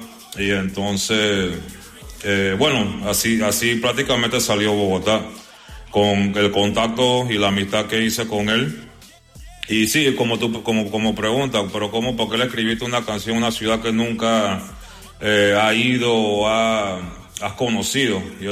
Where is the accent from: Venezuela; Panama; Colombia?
Panama; acá también, acá, aquí en mi país, en Panamá.